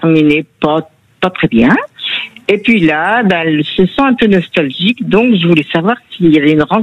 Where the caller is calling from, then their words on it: Auvergne-Rhône-Alpes, France; Je suis du Rhône.